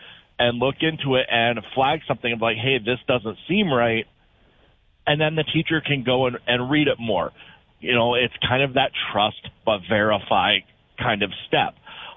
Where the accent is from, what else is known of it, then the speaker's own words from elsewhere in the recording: Crookston, Minnesota, United States; I grew up in Crookston, and I know teachers that have been up till 11 p.m. at night grading papers and essays.